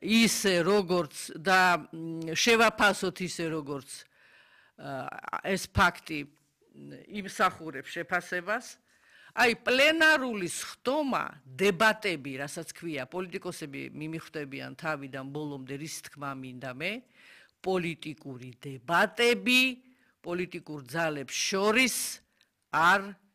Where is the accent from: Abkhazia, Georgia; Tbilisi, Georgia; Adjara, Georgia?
Abkhazia, Georgia; Sukhumi; მე პოლიტიკოსი ვარ, სოხუმიდან ვარ გამოდევნილი ადამიანი